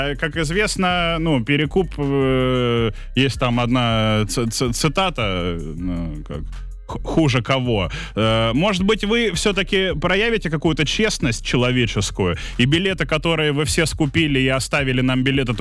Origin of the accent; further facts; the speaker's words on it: Saint Petersburg, Russia; я из Питера